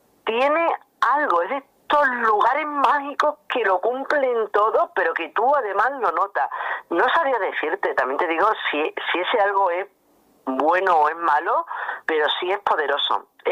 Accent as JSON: {"language": "Spanish", "region": "Extremadura", "country": "Spain"}